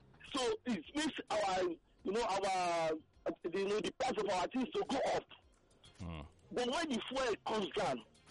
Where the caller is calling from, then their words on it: Agege, Lagos, Nigeria; Yes, I'm calling from Agege.